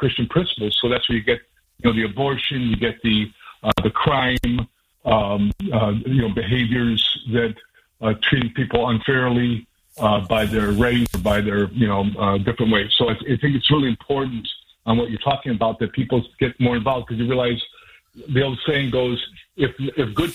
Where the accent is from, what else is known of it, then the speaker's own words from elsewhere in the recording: Wheaton, Illinois, United States; And in fact, I'm from Wheaton. Our college church has been my church.